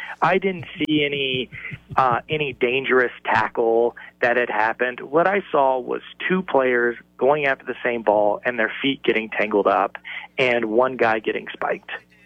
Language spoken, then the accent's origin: English; United States; But as an American, I hate to say it, I love it.